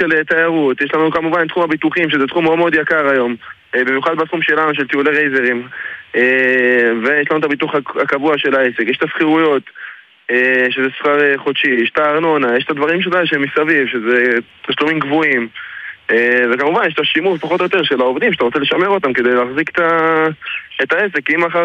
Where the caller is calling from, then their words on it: Mishmar HaYarden, Northern District, Israel; כן, אני מושב משמע הירדן, בצפון.